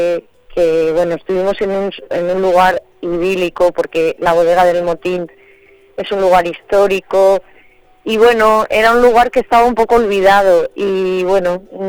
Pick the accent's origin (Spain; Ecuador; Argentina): Spain; Castile and León; en mi pueblo, yo me fui de allí hace muchísimos años a trabajar a la hostelería afuera, a la costa, a muchos sitios.